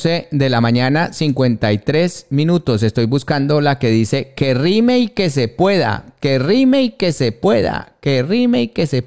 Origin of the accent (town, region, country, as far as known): Colombia